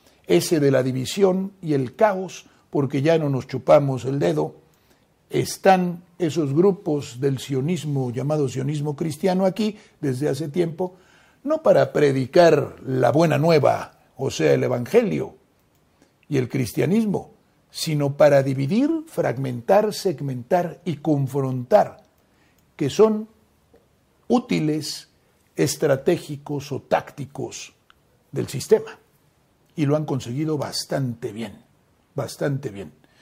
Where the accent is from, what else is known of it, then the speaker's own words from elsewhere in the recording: Mexico; no somos los mexicanos los ladrones, los sinvergüenzas, los despreciables